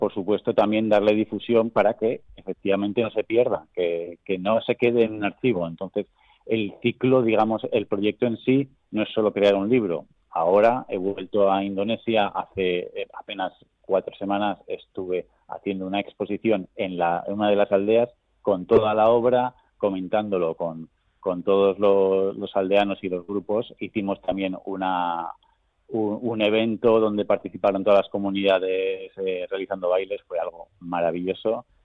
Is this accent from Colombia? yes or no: no; Zaragoza, Aragon, Spain; yo soy de Zaragoza